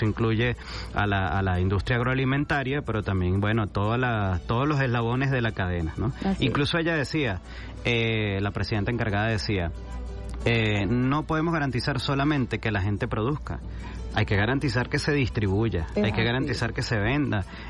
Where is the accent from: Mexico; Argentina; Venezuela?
Venezuela; nosotros, por supuesto, como venezolanos, venezolanas, recordamos mucho ese difícil año 2017